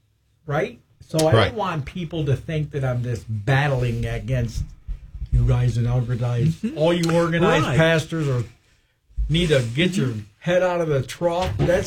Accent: Detroit, Michigan, United States; I'm from Detroit

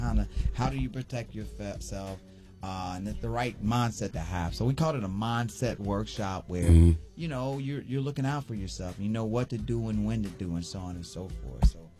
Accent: United States; we're American.

